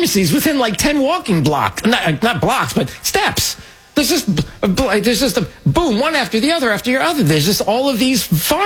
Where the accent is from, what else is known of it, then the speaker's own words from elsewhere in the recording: New York, United States; I grew up in New York